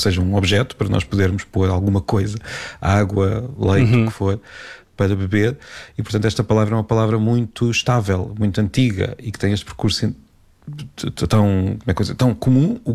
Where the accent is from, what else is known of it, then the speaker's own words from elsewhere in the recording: Portugal; nós portugueses também temos um sotaque chiado.